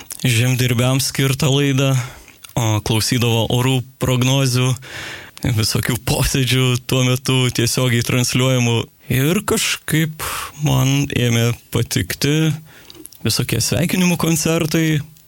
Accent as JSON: {"language": "Lithuanian", "town": "Kairiai", "region": "Šiauliai County", "country": "Lithuania", "tie": "born or raised there", "accent": "Šiauliai dialect", "moved": "yes", "lives_now": "Utena, Lithuania", "said": "Aš kilęs iš Šiaulių rajono, Kairių miestelio, tai kai grįžtu į Šiaulius, kalbu šiaulietiškai."}